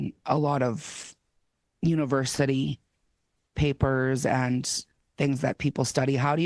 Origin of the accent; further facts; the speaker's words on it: Winnipeg, Manitoba, Canada; Growing up in Winnipeg, I only learned in the summer when we'd visit or Christmas with my mom. My mom would teach me, you know, a few words. So I know basic children's words, but I don't know a lot of the intense languages and phrases.